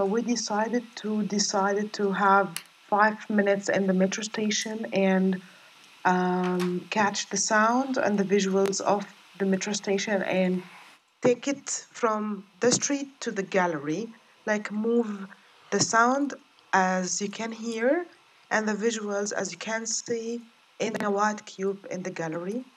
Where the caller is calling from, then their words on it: Cairo, Cairo Governorate, Egypt; English is a second language; I'm speaking from Cairo, from kind of like downtown in Cairo, and in mostly Egypt.